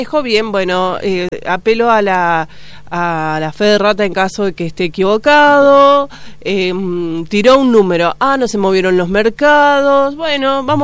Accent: Argentina

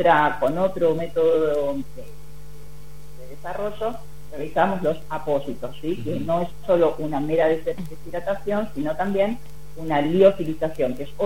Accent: Maipú, Mendoza, Argentina; now in La Plata, Argentina; soy en mendocina, de Maipú. Mis padres están ahí, mis hermanos también. Y bueno, ahora estoy en La Plata en este momento

